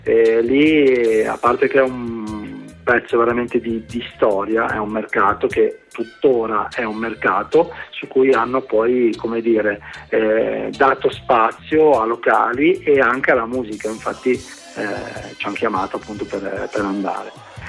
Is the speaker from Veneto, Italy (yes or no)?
no; Liguria, Italy